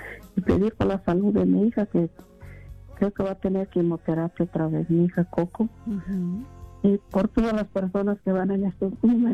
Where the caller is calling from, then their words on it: Salt Lake City, Utah, United States; de Salt Lake City.